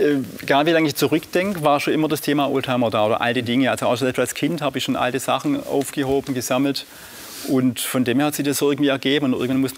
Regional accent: Rhineland-Palatinate, Germany; also born or lived in Swabia; Jein, also geboren im tiefsten Schwabenland, aber aufgewachsen in Pfalz.

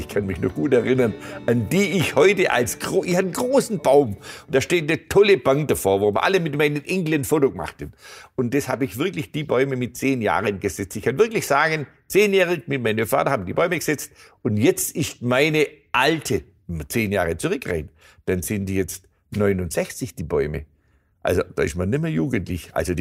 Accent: Baden-Württemberg, Germany; born there; Nun ja, die Streuobstwiese, ich bin in der Nähe geboren. Die Schwäbische Alb hat so viele dieser Flächen.

